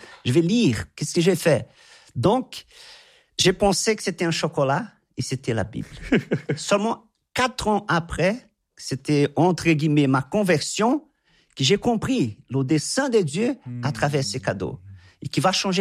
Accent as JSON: {"language": "French", "country": "Brazil", "moved": "as an adult", "lives_now": "France", "said": "je suis aumônier des Brésiliens depuis que je suis arrivé dans le diocèse de Créteil en 2015."}